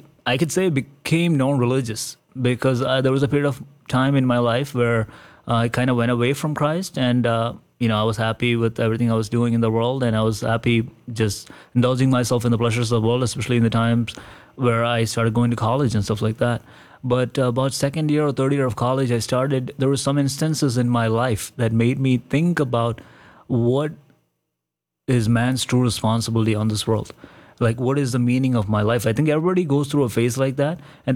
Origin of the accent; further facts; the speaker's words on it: India; And even being growing up in India, I understand the culture of India and how the people of India think. And I understand the different religions that are practiced in India and stuff.